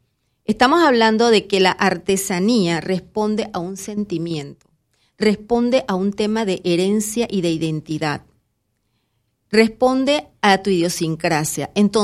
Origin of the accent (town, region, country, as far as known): Panama